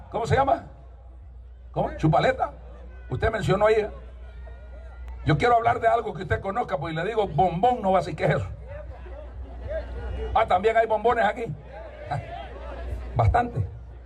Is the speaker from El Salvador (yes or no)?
yes; El Salvador; also born or lived in Namasigüe, Choluteca, Honduras; Yo nací en Namasivo, Choluteca. Todos mis 22 hermanos más son nacidos acá. Pero yo me crecí con mi abuela en El Salvador.